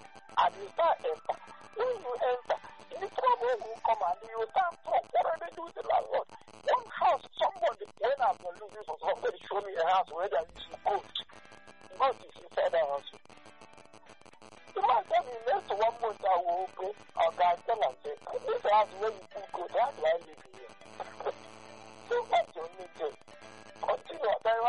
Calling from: Accra, Greater Accra, Ghana; because I'm calling from Accra.

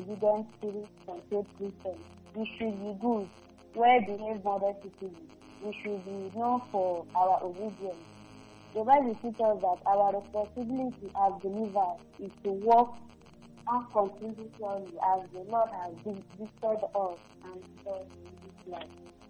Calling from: Obingwa, Abia, Nigeria; I'm calling from Obingwa.

